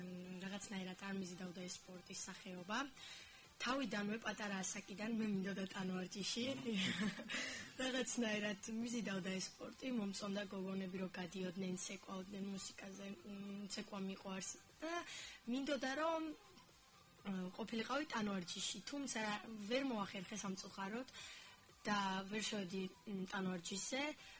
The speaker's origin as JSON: {"language": "Georgian", "region": "Adjara", "country": "Georgia", "said": "აჭარიდან ვარ"}